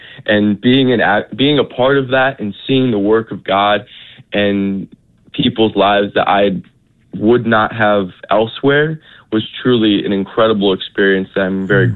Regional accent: Williamsville, New York, United States; I've grown up in Williamsville, New York.

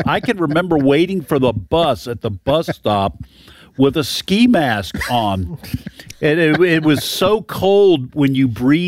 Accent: New Hampshire, United States; I grew up in New Hampshire.

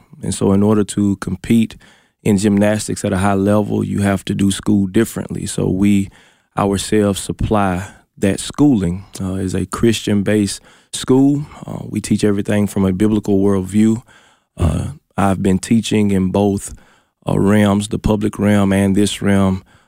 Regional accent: Shannon, Mississippi, United States; Born and raised in Shannon, Mississippi, born to a very godly family, a godly mother, godly father, godly grandparents.

